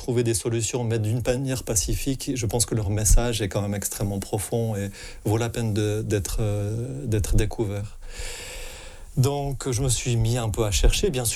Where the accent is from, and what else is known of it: Fribourg, Switzerland; born or raised there; also born or lived in Geneva